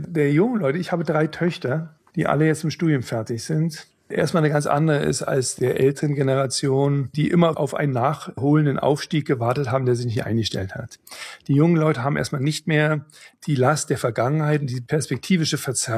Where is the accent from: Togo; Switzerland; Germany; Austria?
Germany; now in Dresden, Germany; Ich bin in der Nähe von Berlin aufgewachsen.